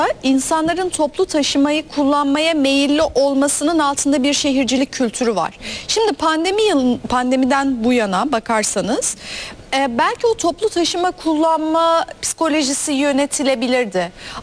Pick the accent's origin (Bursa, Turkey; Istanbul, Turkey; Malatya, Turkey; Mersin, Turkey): Istanbul, Turkey; Dolayısıyla bunu sormak da bir seçmen olarak, bir İstanbullu olarak bizim hakkımız.